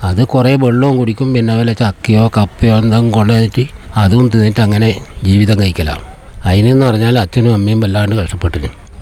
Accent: Thillankeri, Kerala, India; Thillankeri.

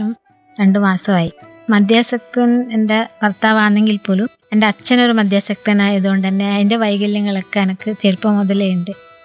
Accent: Karnataka, India; now in Kerala, India; ഞാൻ ജനിച്ച് വളർന്നത് കർണാടകയിലാണ്. അപ്പോൾ അവിടെ ഇങ്ങനെ പ്രശ്നങ്ങളുള്ളത് കൊണ്ട് തന്നെ എൻ്റെ അമ്മേൻ്റെ ഫാമിലീസൊക്കെ ഇവിടെ കേരളത്തിലാണ്.

